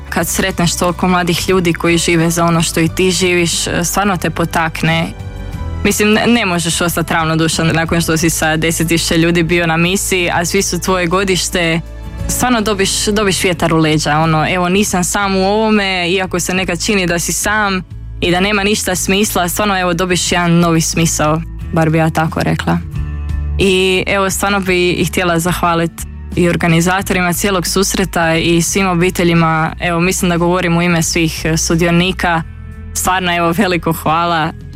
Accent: Zagreb, City of Zagreb, Croatia; born there; Da, tata iz Hercegovine, ali sam rođena u Zagrebu.

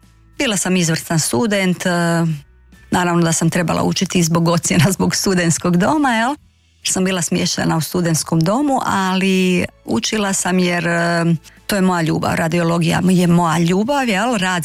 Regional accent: Split, Split-Dalmatia County, Croatia

